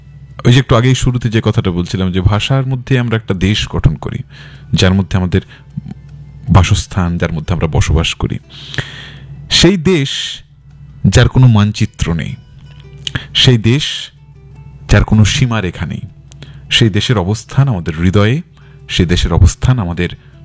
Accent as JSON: {"language": "Bangla", "country": "India", "said": "আমরা যারা ভারতবর্ষের বাসিন্দা, আমরা যারা ভারতীয়, আমরা এই ভাষায় কথা বলছি, বাংলা ভাষায় কথা বলছি এখানে"}